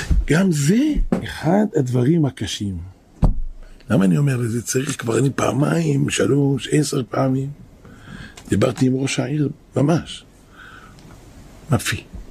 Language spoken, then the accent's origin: Hebrew; Jerusalem, Jerusalem District, Israel; אנחנו חיים פה, אנחנו גדלנו פה משאנחנו ילדים באזור הזה.